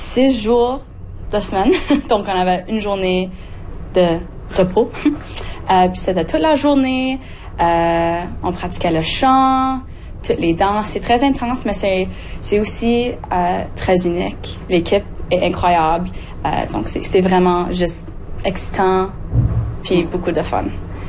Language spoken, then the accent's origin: French; the Maritimes, Canada; Et je suis des Maritimes, donc c'est vraiment familier puis vraiment confortable pour moi.